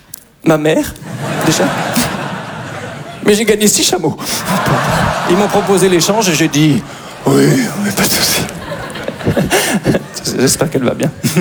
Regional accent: Belgium; je suis belge.

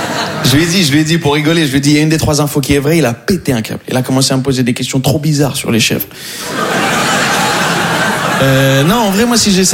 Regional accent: Morocco; Je suis marocain.

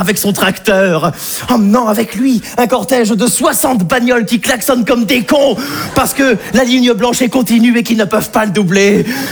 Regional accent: Auvergne-Rhône-Alpes, France; ça me rappelle un peu ma région natale. J'arrive d'Auvergne.

